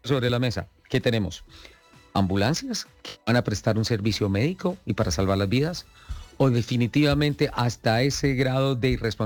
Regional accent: Santander, Colombia; Ojo con mi tierra, ojo con Santander.

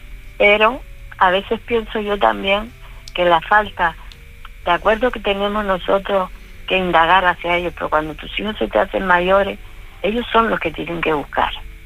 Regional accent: Canary Islands, Spain; porque yo soy canaria, ¿eh? De la isla de enfrente.

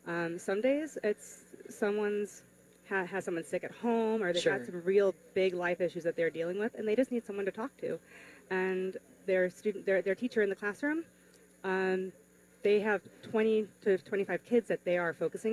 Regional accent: Bolingbrook, Illinois, United States; Not in McHenry County. I grew up in Will County. So I'm originally from Bolingbrook, Illinois.

